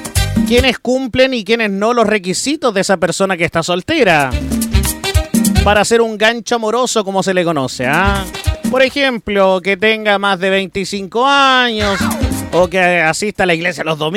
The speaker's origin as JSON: {"language": "Spanish", "country": "Chile", "said": "un locutor de acá de Chile"}